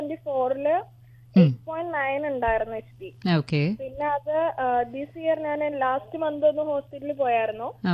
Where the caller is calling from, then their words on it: Kerala, India; ഞാൻ തിരുമ്പാവൂർ ഭാഗത്തുനിന്നാണ് വിളിക്കുന്നത്.